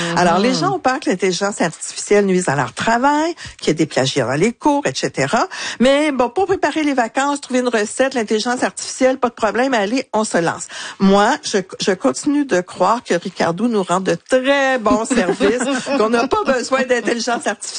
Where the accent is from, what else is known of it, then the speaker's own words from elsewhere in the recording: Quebec, Canada; Alors donc, tu sais, en tant que Québécois, ça devrait pas m'intéresser la piscine.